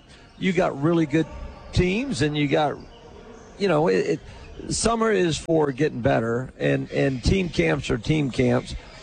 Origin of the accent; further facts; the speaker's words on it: Johnson City, Tennessee, United States; I grew up in Johnson City, so it's right beside.